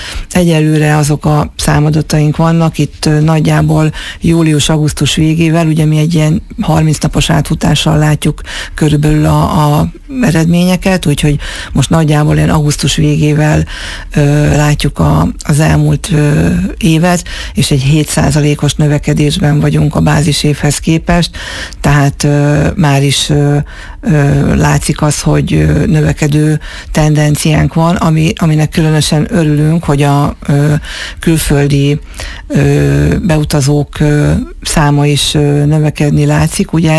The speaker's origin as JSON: {"language": "Hungarian", "town": "Miskolc", "region": "Borsod-Abaúj-Zemplén", "country": "Hungary", "said": "mint miskolci lakosokat."}